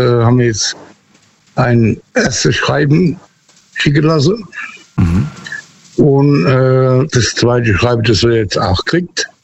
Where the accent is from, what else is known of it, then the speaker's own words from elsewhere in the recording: Hesse, Germany; Ich bin eigentlich aus der Nähe von Biblis.